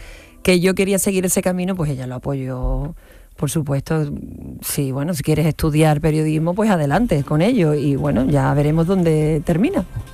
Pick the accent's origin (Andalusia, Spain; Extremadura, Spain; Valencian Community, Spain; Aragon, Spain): Andalusia, Spain; Seville; accent: Sevillian seseo, Andalusian; Yo, bueno, soy de Sevilla y tengo un seseo propio nuestro de aquí, de los sevillanos.